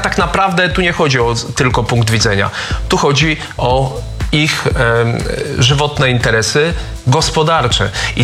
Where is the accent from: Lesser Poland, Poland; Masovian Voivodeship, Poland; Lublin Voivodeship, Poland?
Masovian Voivodeship, Poland; Warsaw; jako warszawiak też.